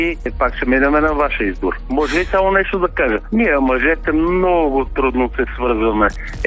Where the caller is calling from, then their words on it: Austria; от Австрия.